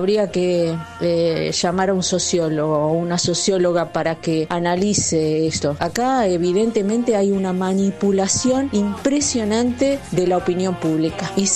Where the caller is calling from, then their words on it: San Martín, Buenos Aires Province, Argentina; de San Martín.